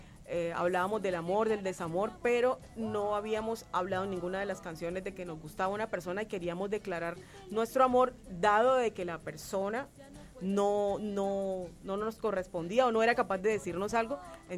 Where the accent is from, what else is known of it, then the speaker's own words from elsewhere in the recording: Barrancabermeja, Santander, Colombia; born there; moved away; also born or lived in Cartagena; yo estoy en Barranca Bermeja, en donde nací. Yo estuve muchos años radicada en Cartagena.